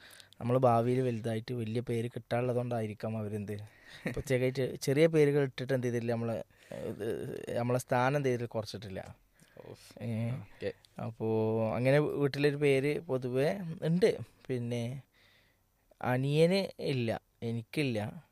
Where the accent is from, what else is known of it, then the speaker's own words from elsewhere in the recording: Malappuram, Kerala, India; accent: Malappuram dialect; ഞങ്ങളുടെ നാട്ടിലത്തെ മലപ്പുറം ഭാഷയിലെ ഏറ്റവും വളരെ രസകരമായ വാക്കുകൾ